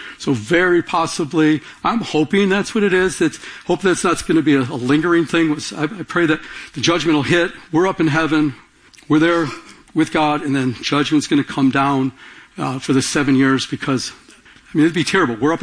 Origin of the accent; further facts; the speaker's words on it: Michigan, United States; When I grew up in Michigan, we used to have this big long porch with an aluminum awning.